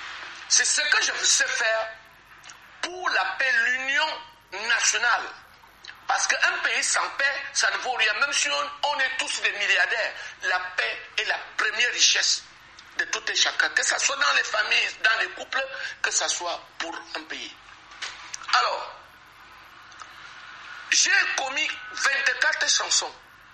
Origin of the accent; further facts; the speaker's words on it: Cameroon; je me sens plus mieux chez moi au Cameroun qu'ailleurs, quel que soit ce qu'on me réserve ailleurs. Je suis Camerounais de père et mère. Et je me sens plus à l'aise au Cameroun qu'ailleurs.